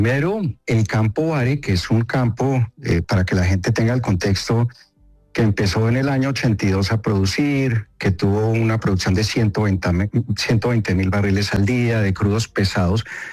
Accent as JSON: {"language": "Spanish", "country": "Colombia", "said": "Y yo sí creo, como colombiano, que hay una oportunidad muy buena"}